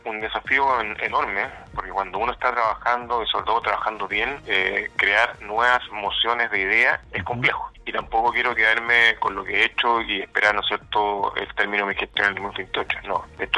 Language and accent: Spanish; Rancagua, O'Higgins, Chile; Nunca olvido que vengo de la región de O'Higgins, de Puerto Montt, de Rancagua